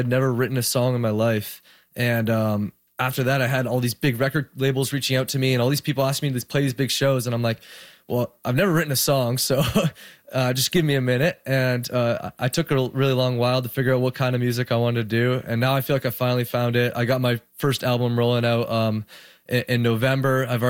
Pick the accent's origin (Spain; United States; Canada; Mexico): Canada; Toronto, Ontario